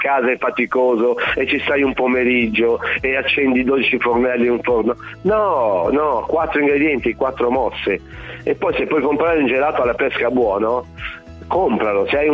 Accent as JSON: {"language": "Italian", "region": "Veneto", "country": "Italy", "said": "Ora, noi siamo veneti, quindi vi lascio immaginare perché del vino."}